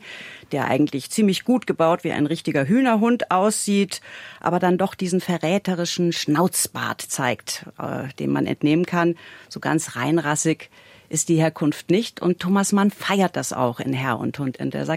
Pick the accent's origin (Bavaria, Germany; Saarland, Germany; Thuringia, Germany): Bavaria, Germany; Mein Kindheits- und Jugendsee ist ja eigentlich der Starnberger See. Ich komme aus dem Isartal.